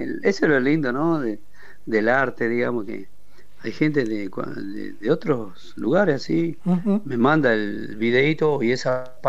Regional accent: Jujuy, Argentina; Es lo mismo que me pasó a mí cuando yo llegué de Jujuy, ¿no?

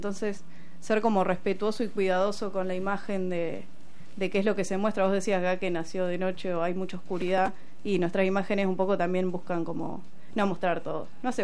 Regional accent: Tres Arroyos, Buenos Aires Province, Argentina; now in La Plata, Argentina; Yo soy de Tres Arroyos, un pueblo de provincia de Buenos Aires. Mi familia tiene una productora allá

